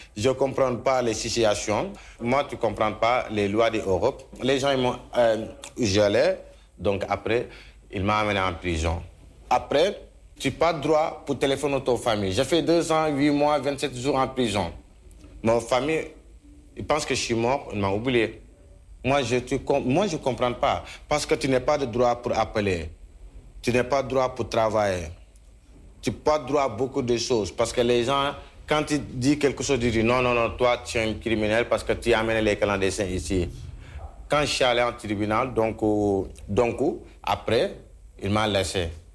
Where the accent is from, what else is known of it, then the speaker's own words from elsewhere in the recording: Senegal; moi je suis sénégalais.